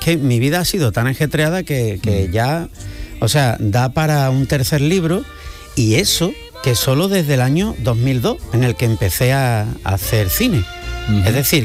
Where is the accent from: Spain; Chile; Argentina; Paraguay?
Spain; hay determinados sectores que no les gusta ver a los españoles allí, porque se creen que yo soy el bisnieto de Hernán Cortés o algo así